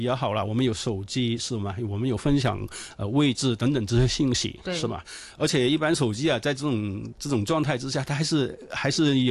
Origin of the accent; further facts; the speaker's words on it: Hong Kong; 我们香港人是不太懂分东西南北的吧？